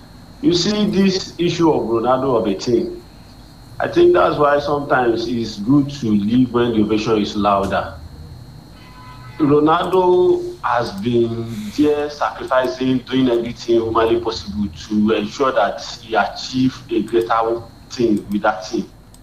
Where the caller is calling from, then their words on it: Ilorin, Kwara, Nigeria; from Ilorin.